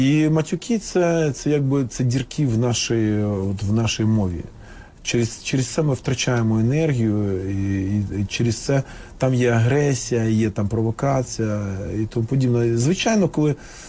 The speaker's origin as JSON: {"language": "Ukrainian", "region": "Kyiv", "country": "Ukraine", "said": "Я киянин, так."}